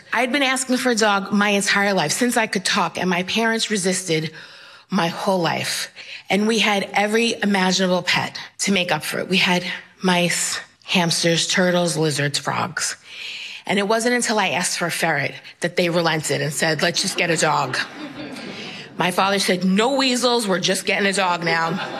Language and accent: English; Queens, New York, United States; I'm from Queens, New York, and I'm a storyteller.